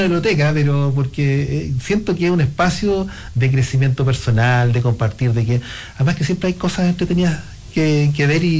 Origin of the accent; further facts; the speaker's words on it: Valparaíso, Chile; now in Patagonia, Chile; yo soy de la Quinta Región, así que también tengo una sensibilidad especial con la Quinta Región, pero la Patagonia pudo más y también me atrapó hace harto tiempo.